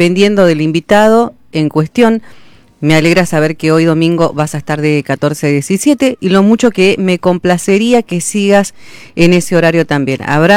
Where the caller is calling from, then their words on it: Zapala, Neuquén, Argentina; para todos nuestros hermanos chilenos y compatriotas que viven en este estilo de país de Argentina. … de Zapala, provincia de Neuquén.